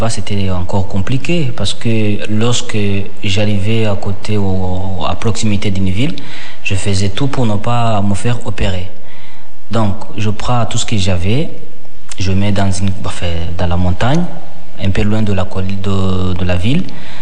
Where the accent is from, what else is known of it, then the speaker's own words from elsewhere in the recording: Rwanda; moved away; je viens du Rwanda, que je n'ai pas de papier, que je suis un réfugié politique.